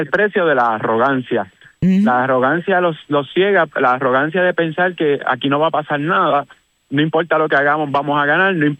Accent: Puerto Rico; pero como somos territorio estadounidense, igual reocupan Ceiba, igual entran por Arroyo y el alcalde los recibe allí aplaudiendo.

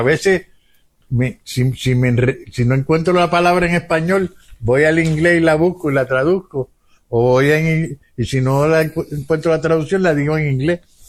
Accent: Puerto Rico; moved away; me siento boricua, puertorriqueño, que yo soy de aquí.

